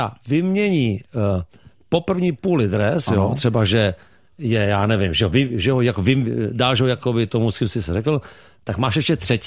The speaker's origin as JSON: {"language": "Czech", "region": "Prague", "country": "Czechia", "tie": "born or raised there", "said": "A narodil jsem se na Bojišti, Praha 2. Celý život jsem jako v Praze."}